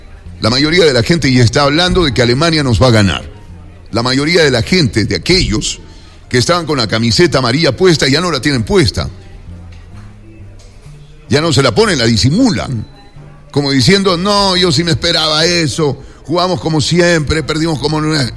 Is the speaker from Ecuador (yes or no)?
yes; Ecuador; born there; al coincidir mi nacimiento en estas latitudes con esta maravillosa generación de futbolistas, por supuesto que quiero que gane Ecuador